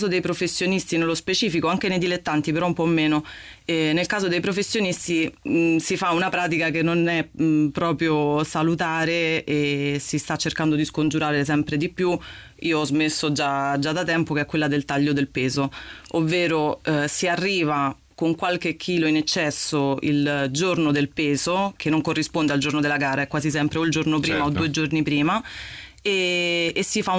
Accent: Cerveteri, Lazio, Italy; Cerenova, Cerveteri.

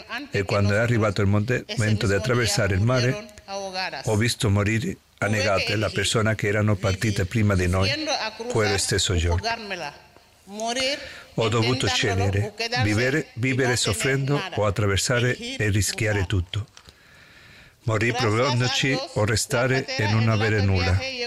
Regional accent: Nigeria; sono nigeriana, provengo da una famiglia di 8 fratelli, e fin da piccola ho imparato che cosa significa lottare ogni giorno solo per sopravvivere. Non ho lasciato il mio paese perché volevo.

